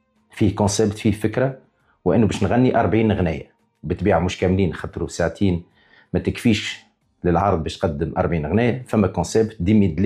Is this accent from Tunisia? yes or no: yes; Tunisia; أنا فنان تونسي